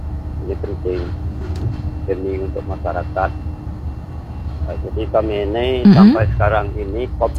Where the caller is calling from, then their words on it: Bangka Belitung Islands, Indonesia; Desa kami Balong Ijuk ini lain dari ke desa lain.